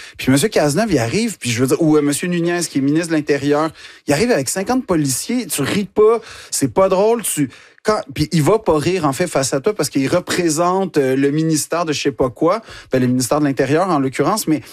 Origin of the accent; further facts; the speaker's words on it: Quebec, Canada; J'essaie de si ils me regardent de haut du fait que je suis québécois